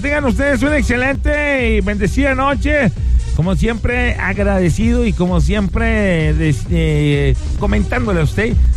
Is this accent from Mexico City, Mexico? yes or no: no; Mazatlán, Sinaloa, Mexico; soy de Mazatlán, ¡súbale, mi Cucae!